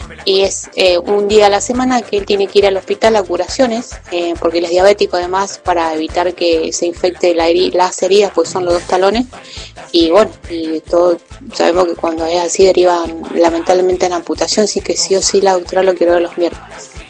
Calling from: Villa Mercedes, San Luis, Argentina; acá Villa Mercedes

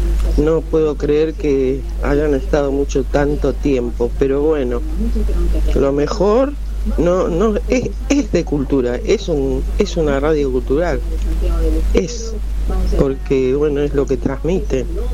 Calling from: Morón, Buenos Aires Province, Argentina

